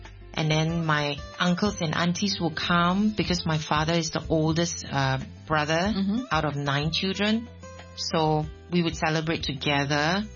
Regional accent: Malaysia; now in Hong Kong; I'm a Malaysian who's been living in Hong Kong for nearly 40 years.

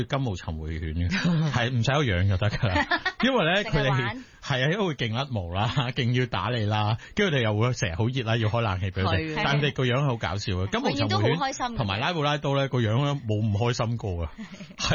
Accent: Hong Kong; 我哋香港人食开嗰种麻辣

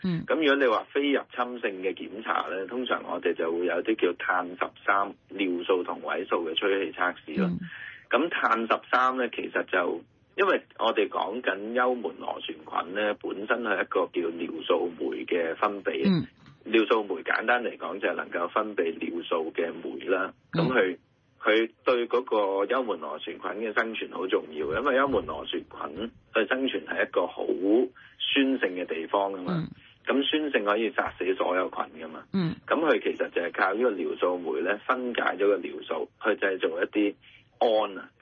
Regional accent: Hong Kong; 我哋香港人

